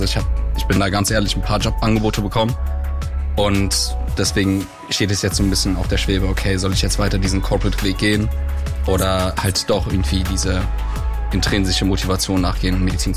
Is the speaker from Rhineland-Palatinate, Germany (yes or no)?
yes; Mainz, Rhineland-Palatinate, Germany; now in Cologne, Germany; Ich komme ursprünglich aus Mainz, genau, und bin Ende Januar hierher gezogen.